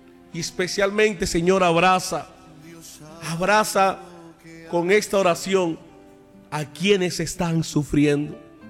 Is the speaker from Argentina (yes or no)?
no; Colombia